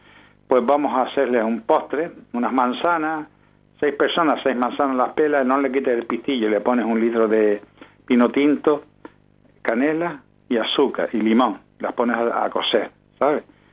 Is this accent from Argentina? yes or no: no; Canary Islands, Spain